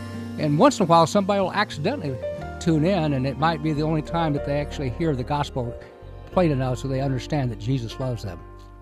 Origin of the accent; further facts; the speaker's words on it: Blandinsville, Illinois, United States; from Blandinsville, Illinois.